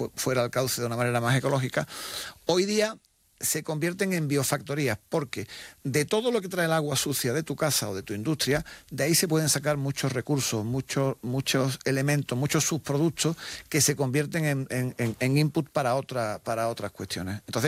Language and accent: Spanish; Spain; Bueno, no sé, a lo mejor en mi tierra aquí o quizás no. Pero sí deberíamos conocer el valor del agua, porque lo que sí hacemos bien los españoles es, cuando nos dan una nota de que hay que ahorrar agua y tal, hacerlo.